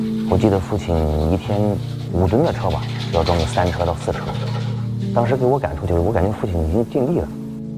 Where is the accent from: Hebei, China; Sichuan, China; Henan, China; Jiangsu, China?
Henan, China; Luoyang; 我是一名焊工。我老家传在洛阳农村的，母亲在家里面种地，父亲是靠体力。